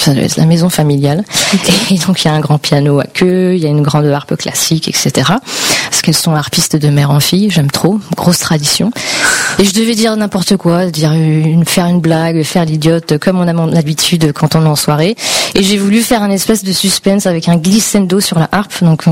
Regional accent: Île-de-France, France; born there; Moi, je suis née en Île-de-France dans le 94. Mais vu qu'on a beaucoup déménagé de par le métier de mon papa, mes racines et mes ressources, ça a toujours été là-bas.

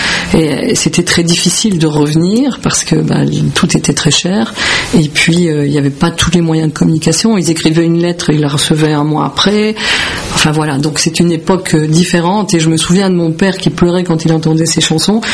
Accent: Belgium; moved away as an adult; now in France; Moi je n'ai jamais vécu en Grèce. Voilà. Moi je suis un pur produit de la diaspora grecque. Moi je suis née en Belgique, j'ai grandi en Belgique, j'ai fait mes études en Belgique et je me suis retrouvée un peu en France par hasard.

